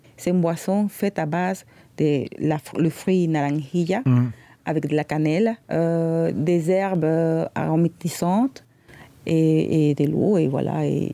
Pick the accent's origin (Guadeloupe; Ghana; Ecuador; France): Ecuador; moved away; Je disais que je venais d'Équateur, ils croyaient que c'était de l'Afrique.